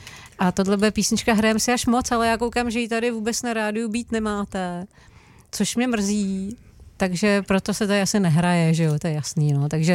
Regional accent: Prague, Czechia; jsme oba z Prahy

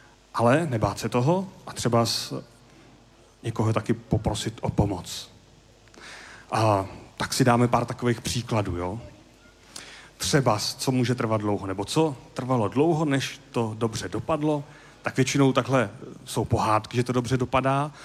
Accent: Prague, Czechia; já jsem z Prahy

